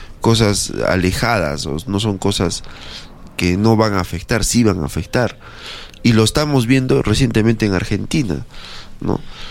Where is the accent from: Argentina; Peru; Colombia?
Peru